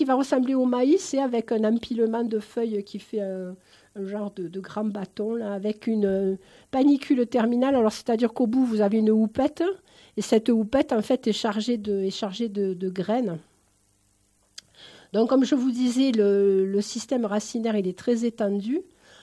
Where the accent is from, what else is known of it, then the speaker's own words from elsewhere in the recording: Occitanie, France; moved away; moi, je suis originaire de la région de Nîmes